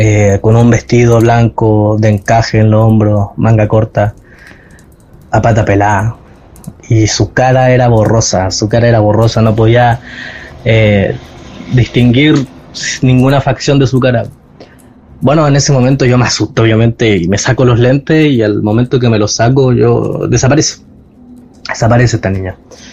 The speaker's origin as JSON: {"language": "Spanish", "town": "Iquique", "region": "Tarapacá", "country": "Chile", "said": "Mi mamá no es de acá, de Chile. Nosotros somos de Iquique. Ella no es de acá."}